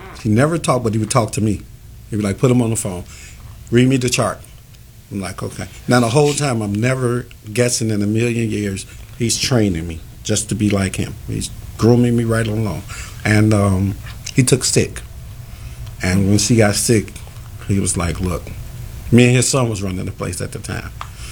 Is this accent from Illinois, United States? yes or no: yes; Chicago, Illinois, United States; We're from Jackson and Casey.